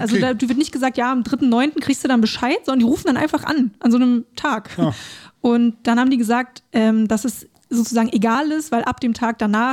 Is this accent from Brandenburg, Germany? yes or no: yes; Neuruppin, Brandenburg, Germany; born there; accent: Berlin dialect; now in Berlin, Germany; für mich als Brandenburgerin natürlich irgendwie um die Ecke